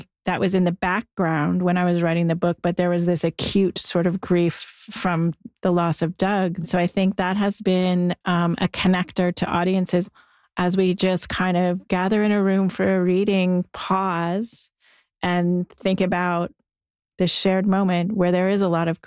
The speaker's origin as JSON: {"language": "English", "region": "Ontario", "country": "Canada", "said": "So I come from Treaty 20, also the Williams Treaty areas."}